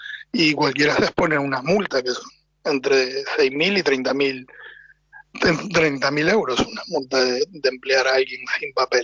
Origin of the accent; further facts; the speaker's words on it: Rosario, Santa Fe, Argentina; moved away; Y santafesino.